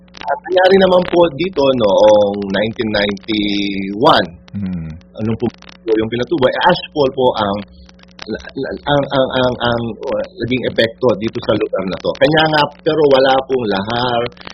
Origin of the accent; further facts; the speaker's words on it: Central Luzon, Philippines; ako po, taga Pampanga po ako